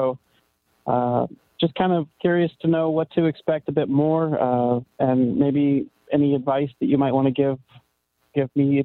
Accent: Maine, United States; No, I don't have any family on the West Coast. I'm from New England, Maine specifically.

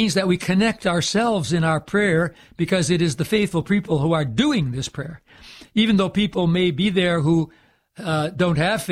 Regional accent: Endicott, New York, United States; now in Ellwood City, Pennsylvania, United States; I grew up in Endicott, New York, which to this day is technically a village. It is not a city.

